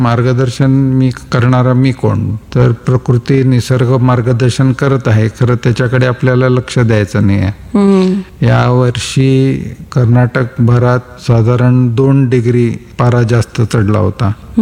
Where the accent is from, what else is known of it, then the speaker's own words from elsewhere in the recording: Belagavi, Karnataka, India; born there; तर माझा जन्म 1971 माझा जन्म बेळगावात झाला